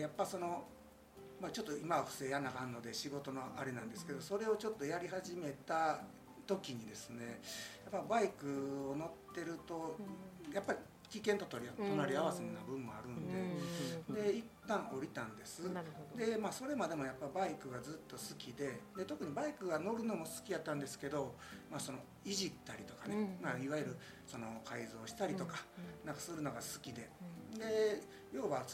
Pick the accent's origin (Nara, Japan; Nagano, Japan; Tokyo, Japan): Nara, Japan; moved away as an adult; 僕出身は奈良なんですね、うんうん、でやっぱり田舎から出てるんで